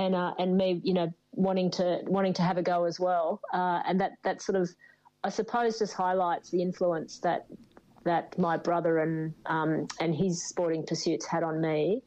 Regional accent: Newcastle, New South Wales, Australia; growing up in Newcastle

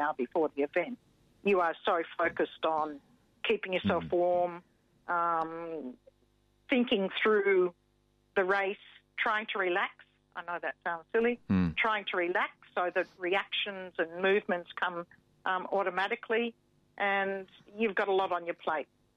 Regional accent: Australia; But I am an Australian

